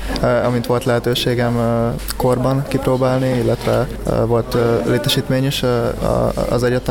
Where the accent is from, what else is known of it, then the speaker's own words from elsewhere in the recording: Gödöllő, Pest, Hungary; hogy ugye én gödöllői vagyok